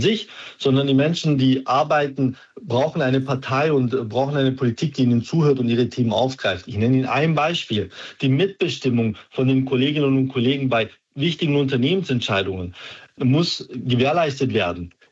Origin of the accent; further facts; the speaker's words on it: Waiblingen, Baden-Württemberg, Germany; oder in meiner Heimatstadt Waiblingen, wo Bosch Beschäftigte ebenfalls das Werk geschlossen wird